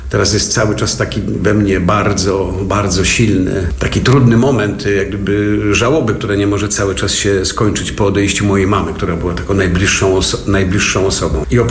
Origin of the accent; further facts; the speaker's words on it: Strzelce Opolskie, Opole Voivodeship, Poland; born there; Moja mama była w Strzelce Opolskim, gdzie się urodziłem